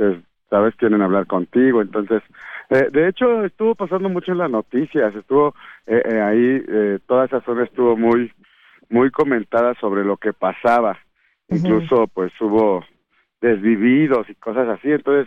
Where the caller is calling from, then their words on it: Mexico; como mexicanos siempre somos bien luchones y resistentes